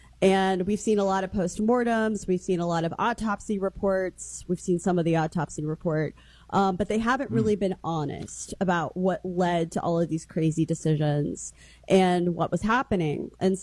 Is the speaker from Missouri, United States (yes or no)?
yes; Kansas City, Missouri, United States; Yeah, so I'm from the middle of the country. Originally, I'm from Kansas/Missouri. I claim both sides of the state line, Kansas City. And I grew up in a mostly working class union family.